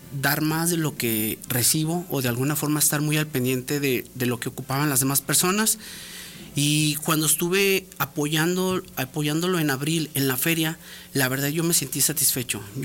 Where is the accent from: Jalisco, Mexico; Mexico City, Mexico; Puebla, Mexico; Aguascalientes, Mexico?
Aguascalientes, Mexico; born there; soy nacido aquí en Aguascalientes, tengo 37 años